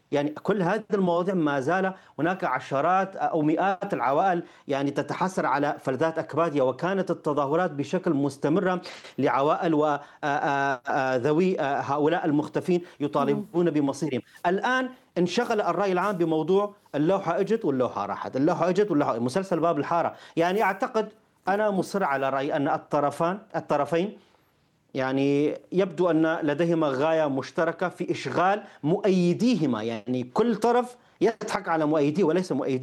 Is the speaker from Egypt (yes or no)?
no; Al-Hasakah, Al-Hasakah Governorate, Syria; now in Bochum, Germany; الأخوة العرب عندنا بالحسكة راضين أكثر من الخطاب